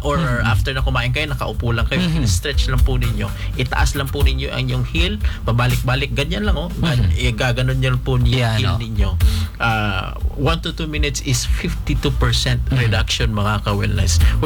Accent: Mindanao, Philippines; Doon sa amin sa Mindanao, ang pinaka gusto ko talaga doon

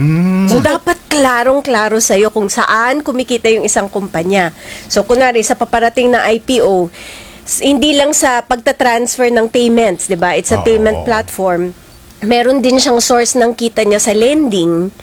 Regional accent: Bicol Region, Philippines; Tagalog is a second language; Mahina po ako sa Tagalog. Bicolana kasi ako.

